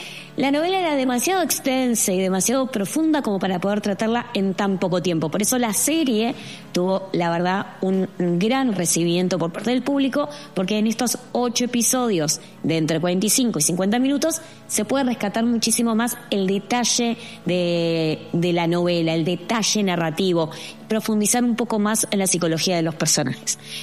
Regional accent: Argentina

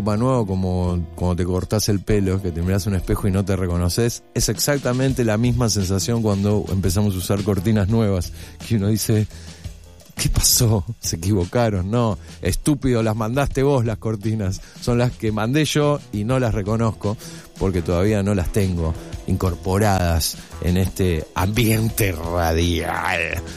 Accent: Argentina; como sociedad y como argentinos

